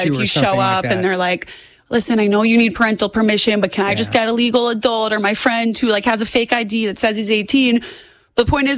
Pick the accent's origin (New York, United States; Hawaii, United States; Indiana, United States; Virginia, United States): New York, United States; But I'm a New Yorker.